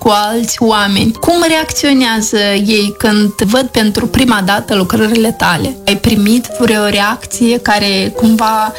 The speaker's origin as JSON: {"language": "Romanian", "country": "Moldova", "said": "aici la noi acasă"}